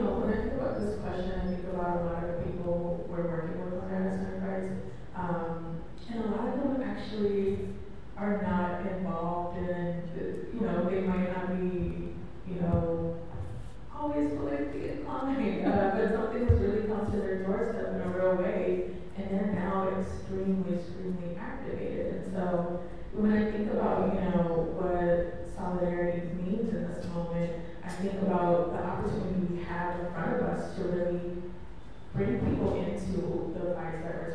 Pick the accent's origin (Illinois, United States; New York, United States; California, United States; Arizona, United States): Illinois, United States; Chicago; I'm from Chicago